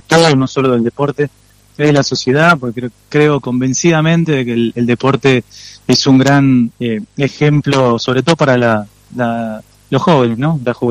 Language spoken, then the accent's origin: Spanish; Rosario, Santa Fe, Argentina; nosotros como ciudad de Rosario, como provincia de Santa Fe, como país Argentina